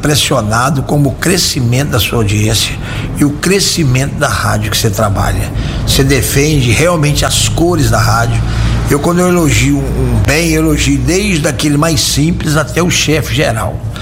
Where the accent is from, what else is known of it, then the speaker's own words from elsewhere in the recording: Minas Gerais, Brazil; aqui para nossa região